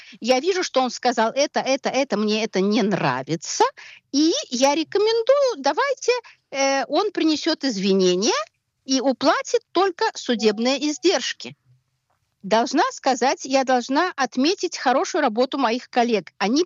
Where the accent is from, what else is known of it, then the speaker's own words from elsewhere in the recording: Russia; now in Israel; я давно уехала из России, не могу сказать, насколько это в России сегодня допустимо